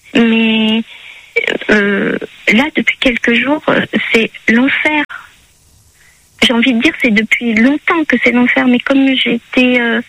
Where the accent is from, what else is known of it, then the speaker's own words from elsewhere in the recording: Paris, Île-de-France, France; Je suis parisienne, alors quand je suis arrivée là, j'étais heureuse, quoi, voilà.